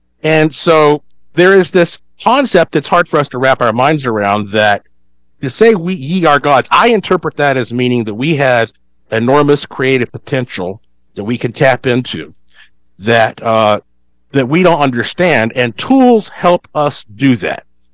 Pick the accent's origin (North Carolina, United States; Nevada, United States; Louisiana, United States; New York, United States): North Carolina, United States; Asheville; born and raised in Asheville, North Carolina.